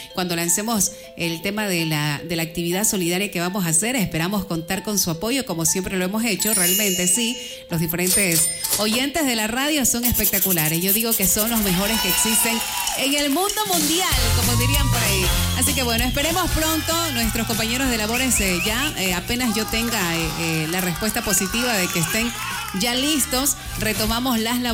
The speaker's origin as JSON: {"language": "Spanish", "town": "Naranjito", "region": "Guayas", "country": "Ecuador", "tie": "born or raised there", "also_born_or_lived": "Milagro", "moved": "as an adult", "said": "Naranjito, tierra hermosa, mi cantón hermoso, donde prácticamente me desarrollé, porque nací en Milagro, me crié en Naranjito y me profesionalicé en Guayaquil."}